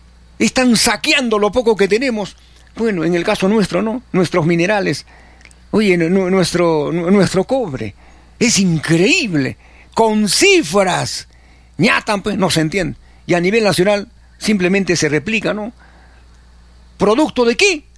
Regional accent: Peru; los millones de peruanos que somos

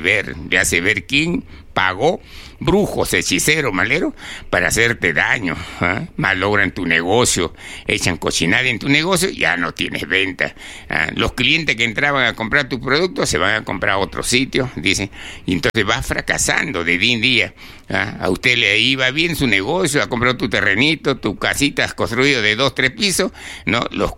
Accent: Chiclayo, Lambayeque, Peru; moved away; mi abuelo … allá en Chiclayo, en mi tierra

